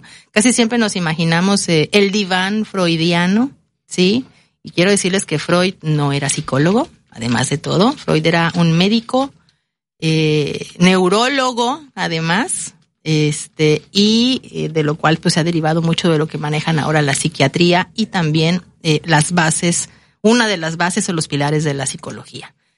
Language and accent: Spanish; Veracruz, Mexico